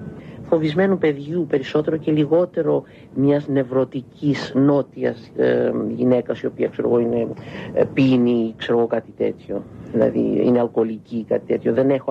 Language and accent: Greek; Greece; accent: Greek; also born or lived in Southern United States; διότι είμαι Ελληνίδα και μιλώ με προφορά ελληνική όταν ήμουν στην Αμερική.